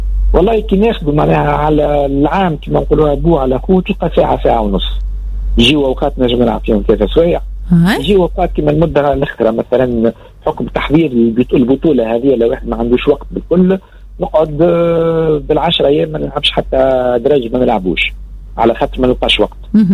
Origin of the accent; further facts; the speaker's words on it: Tunis, Tunis Governorate, Tunisia; عندنا في تونس العاصمة.